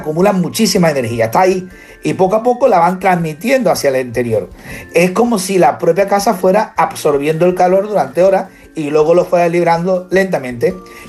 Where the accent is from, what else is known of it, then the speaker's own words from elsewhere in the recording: Seville, Andalusia, Spain; Sevilla, yo no he vivido esa juventud y esa infancia.